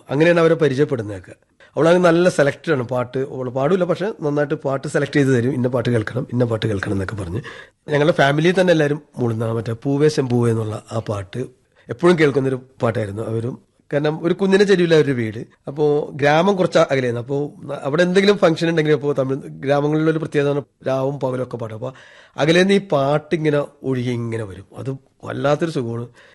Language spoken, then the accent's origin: Malayalam; Pallippuram, Kerala, India; born there; also born or lived in Nedumbassery; എൻ്റെ അച്ഛൻ്റെ വീട് ചെറായി മുനമ്പം പള്ളിപ്പുറമാണ്, കടലിൻ്റെ തീരത്താണ്. അപ്പോൾ അമ്മ അങ്ങോട്ട് ട്രാൻസ്ഫർ വാങ്ങി അങ്ങോട്ട് അവിടുത്തെ ഗവൺമെൻറ് സ്കൂളിൽ, പിന്നെ ഒരു നാലാം ക്ലാസ് വരെ അവിടെ പഠിച്ചു.